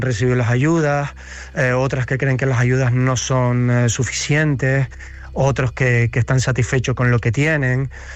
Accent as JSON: {"language": "Spanish", "town": "Santa Cruz de La Palma", "region": "Canary Islands", "country": "Spain", "tie": "born or raised there", "said": "Yo soy natural de Santa Cruz de La Palma, al otro lado de la isla, una zona no afectada del volcán."}